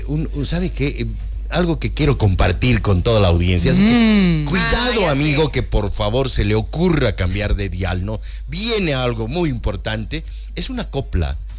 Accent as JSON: {"language": "Spanish", "country": "Bolivia", "said": "Porque claro, nosotros como bolivianos nos podemos ofenderle."}